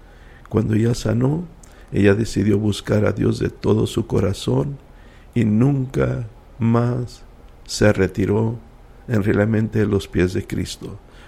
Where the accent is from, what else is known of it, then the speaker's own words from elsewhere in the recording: El Paso, Texas, United States; born there; Mira, nosotros, yo y tú y Rosa, nacimos en el Paso, en un hospital de monjas, ¿ok? Allí nacimos en el Hospital San José, que estaba en el centro.